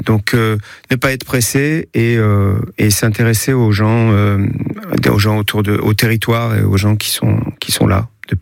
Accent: Paris, Île-de-France, France; moved away as an adult; now in Saint-Césaire-de-Gauzignan, France; je viens de Paris, j'ai passé 40 ans à Paris, j'étais prof d'histoire géo à Paris et je suis devenu prof d'histoire géo dans le Gard. On est arrivé en 2011, donc ça fait 15 ans.

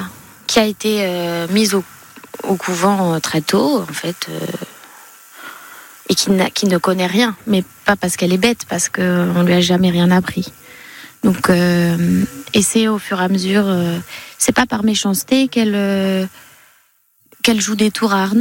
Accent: Reims, Grand Est, France; moved away as an adult; now in Paris, France; J'ai passé toute ma vie à Reims jusqu'à être acceptée au conservatoire. Donc je suis à Paris depuis 4 ans maintenant.

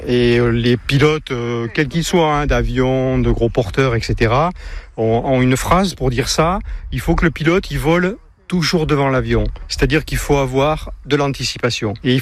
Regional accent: Bayonne, Nouvelle-Aquitaine, France; j'ai 67 ans et je suis de Bayonne.

